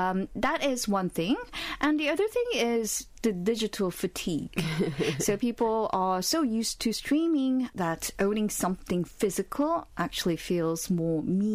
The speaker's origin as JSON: {"language": "English", "country": "South Korea", "said": "One of the most frequent questions we would receive when we say we're from Korea, they would always ask from North or South."}